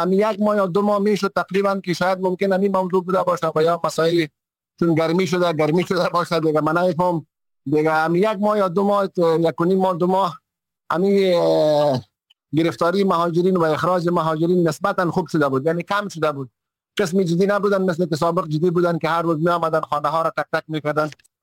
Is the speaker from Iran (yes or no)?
no; Afghanistan; اگر دوباره به افغانستان هم برگردن، درست است که وطنشان است، وطن ما است، وطن مادر است، ولی در ام وطن خودم ممکن به شکل یک مهاجر زندگی بکنن